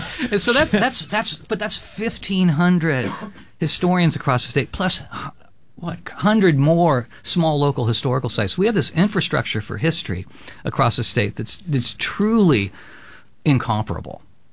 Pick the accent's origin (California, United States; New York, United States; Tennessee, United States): California, United States; And for me, it was literally hagiography because I grew up in California with Father Sarah, Jim Procera, and it was now been canonized.